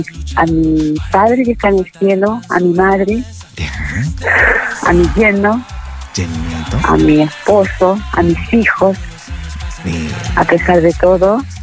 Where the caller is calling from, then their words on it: El Melón, Valparaíso, Chile; De acá, del melón.